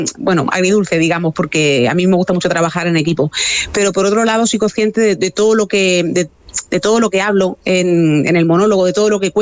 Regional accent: Cieza, Region of Murcia, Spain; now in Murcia, Spain; yo creo que llevo más tiempo ya viviendo en Murcia que en Cieza, y el de Cieza no es, porque el de Cieza es como más cantarín

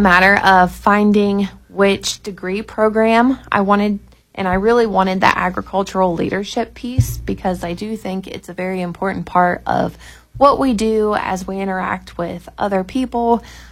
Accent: Ohio, United States; So I grew up in Noble County, Ohio, a little below Cambridge there. And I grew up on my family's beef cattle operation.

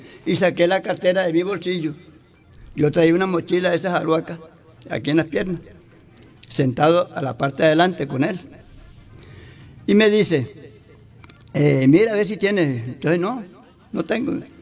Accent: Valledupar, Cesar, Colombia; moved away as an adult; now in González, Colombia; Yo soy de González, pero fui criado aquí en Valledupar.

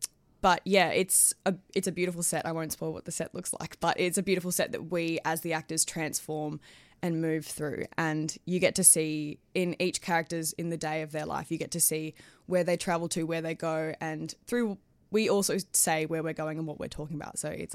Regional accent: Perth, Western Australia, Australia; moved away; I have family who are based in regional Australia. I'm originally from Perth, Western Australia.

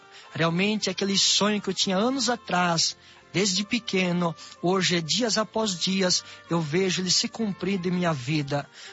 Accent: Formosa do Sul, Santa Catarina, Brazil; sou da cidade de Formosa do Sul, Santa Catar

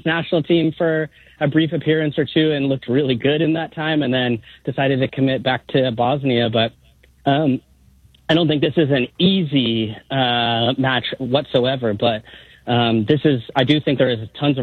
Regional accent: Bay Area, California, United States; now in Brooklyn, United States; I live here in Brooklyn. I'm from the Bay Area.

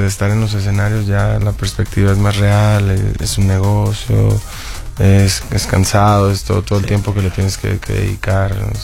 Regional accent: Tijuana, Baja California, Mexico; de donde soy yo, a las afueras de la ciudad, se crece escuchando música mexicana

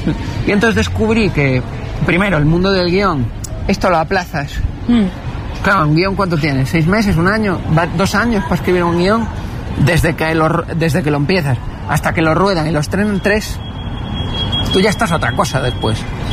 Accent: Canary Islands, Spain; born there; Porque yo nací en Canarias, tú eres canario.

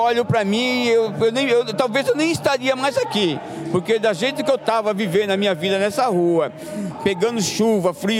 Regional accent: Pernambuco, Brazil; now in São Paulo, Brazil; Eu sou de Pernambuco, né? Mas eu tô aqui em São Paulo já há algum tempo.

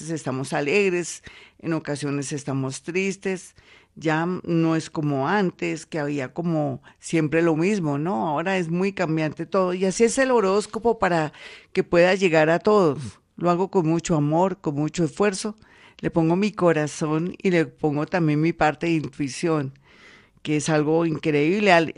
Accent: Colombia; como somos los colombianos

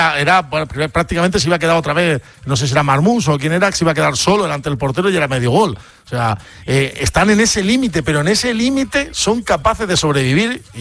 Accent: Spain; nosotros como españoles

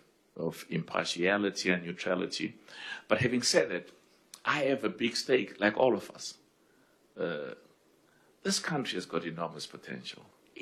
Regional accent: Orlando, Gauteng, South Africa; born there; I was born in Orlando. So if you were born in Orlando, you had no choice.

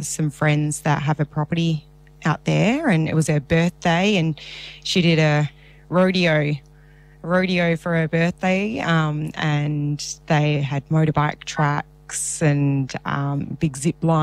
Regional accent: Mount Helena, Western Australia, Australia; because I grew up in Mount Helena, I have Great Eastern Highway as my access point

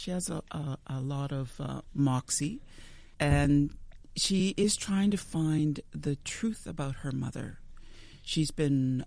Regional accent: Temagami, Ontario, Canada; Yeah, when I grew up in Temagami, in Northern Ontario, but I think this is true for all across Canada, really

